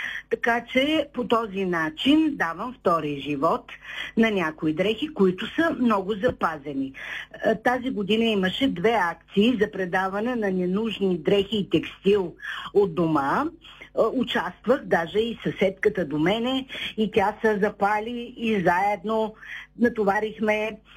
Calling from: Shumen, Shumen Province, Bulgaria; съм от Шумен.

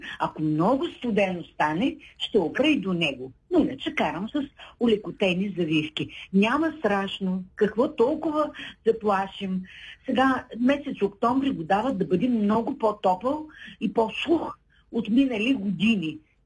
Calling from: Shumen, Shumen Province, Bulgaria; съм от Шумен.

